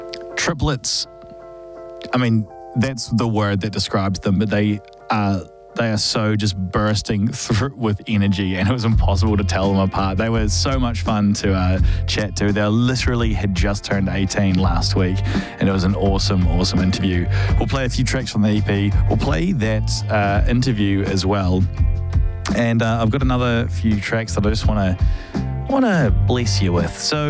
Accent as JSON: {"language": "English", "country": "New Zealand", "moved": "yes", "lives_now": "Melbourne, Australia", "said": "I'm a Kiwi, so that's why I sound like I got my mouth full of food. And I used to do radio back in New Zealand."}